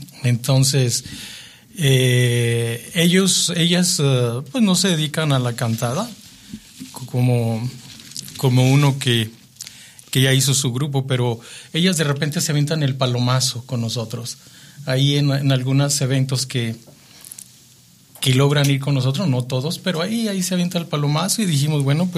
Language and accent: Spanish; Mexico